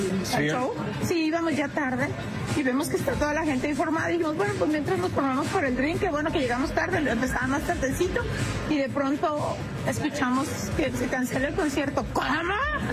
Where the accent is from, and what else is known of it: Chihuahua, Mexico